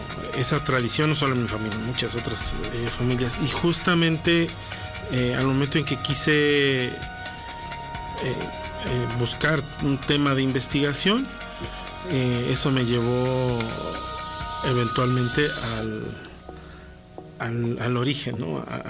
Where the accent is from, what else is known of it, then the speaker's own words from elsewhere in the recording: Puebla, Mexico; yo soy originario de Puebla y mi familia, por parte de mi mamá, debería ser como la cuarta generación de tlachiqueros.